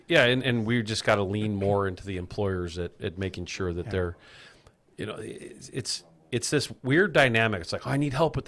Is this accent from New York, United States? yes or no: no; Fontana, California, United States; moved away; in Fontana, my hometown, where I originally came from.